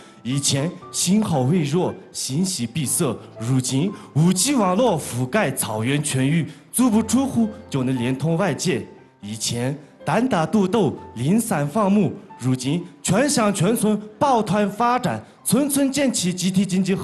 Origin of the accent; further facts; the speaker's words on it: Zeku, Qinghai, China; 我是土生土长的泽库牧民， … 我生在草原，长在帐篷